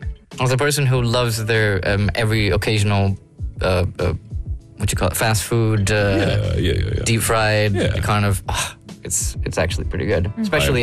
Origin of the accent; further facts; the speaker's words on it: Barcelona, Catalonia, Spain; also born or lived in London, United Kingdom; I was born in London, but I grew up in Barcelona, and I've been working the circles in Barcelona